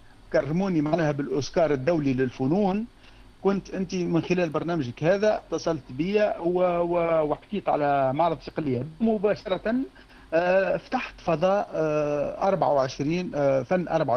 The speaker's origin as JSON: {"language": "Arabic", "country": "Tunisia", "said": "عندنا في تونس"}